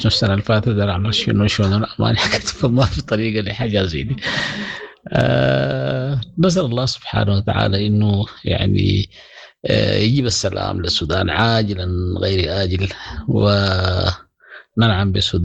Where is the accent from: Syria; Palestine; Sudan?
Sudan; now in Kigali, Rwanda; النظام طبعا مختلف عندنا في السودان، احنا هناك الشغل مجهودات فردية والناس بتطبخ براها وفي البيوت وكده